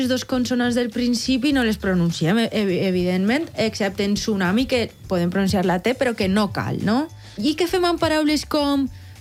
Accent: Valencian Community, Spain; Jo soc de la Plana Baixa

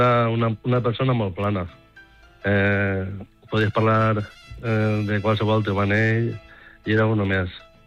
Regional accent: L'Alcúdia, Valencian Community, Spain; I jo soc de l'Alcúdia.

